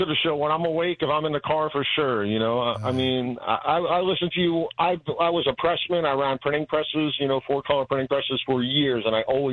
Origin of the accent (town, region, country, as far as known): Miramar, Florida, United States; born or raised there